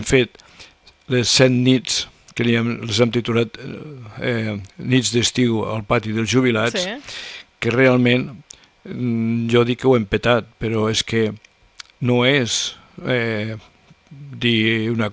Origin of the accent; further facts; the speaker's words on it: Puigverd, Catalonia, Spain; la millor és perquè és el meu poble i li veig tot de bondats, però també devem tindre alguna cosa que no és igual, no és així, però jo estic molt content i penso que hi ha molta gent que està content de viure a Puigverd